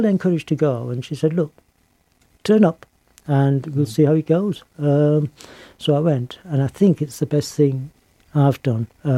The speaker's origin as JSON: {"language": "English", "region": "North West England", "country": "United Kingdom", "tie": "born or raised there", "said": "And I grew up in Lancashire, but wherever I've lived, I've always liked to investigate the local history."}